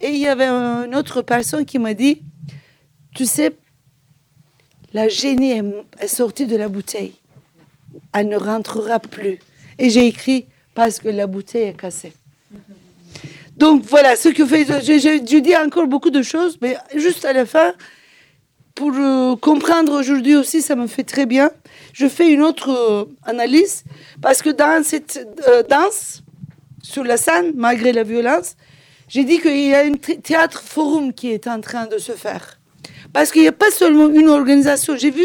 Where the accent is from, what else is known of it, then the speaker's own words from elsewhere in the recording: Turkey; moi je ne peux pas le définir en tant que turc